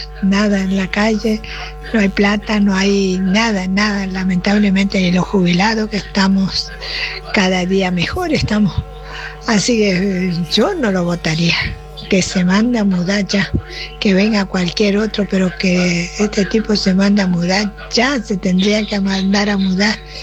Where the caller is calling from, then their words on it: Argentina; del barrio San Roque.